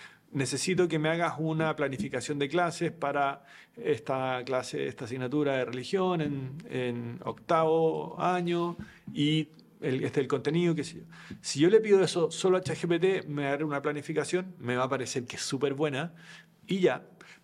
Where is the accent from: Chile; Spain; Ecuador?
Chile; oye, estoy hablando como chileno, muy mal.